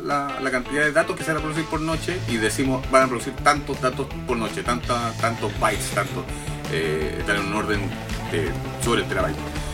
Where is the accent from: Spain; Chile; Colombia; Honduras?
Chile; los chilenos cantamos el himno de Chile cuando tuvimos el eclipse solar del 2019.